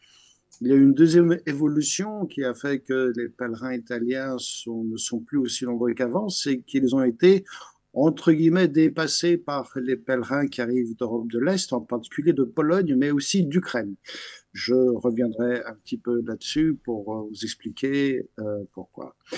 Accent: France; Je suis né, j'ai grandi en France, mais chaque année, j'allais passer l'été avec ma famille

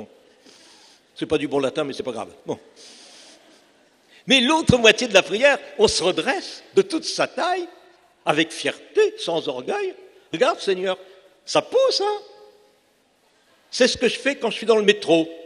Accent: Cambrai, Hauts-de-France, France; Je viens de Cambrai, célèbre pour ses bêtises.

